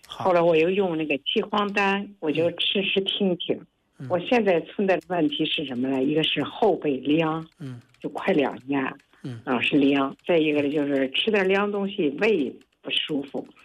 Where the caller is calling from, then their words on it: Hebei, China; 我是河北的，七十多了。